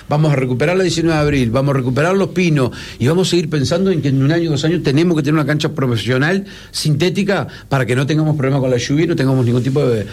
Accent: Río Branco, Cerro Largo, Uruguay; Como intendente me hubiera gustado estar en mi pueblo, en mi ciudad.

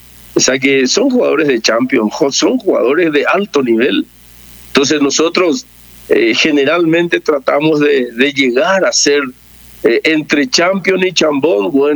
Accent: Paraguay; nosotros somos como paraguayos

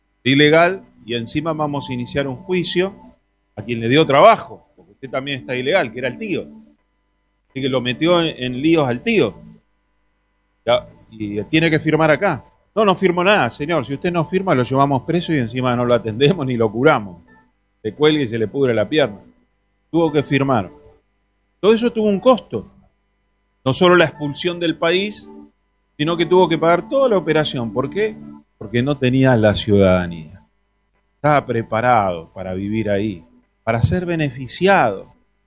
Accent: Argentina; also born or lived in Italy; Yo hice mi ciudadanía italiana. Por nacimiento soy argentino

